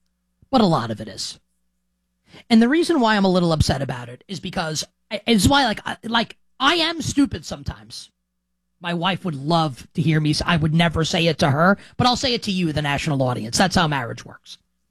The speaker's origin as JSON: {"language": "English", "region": "New York", "country": "United States", "tie": "born or raised there", "said": "I grew up in New York"}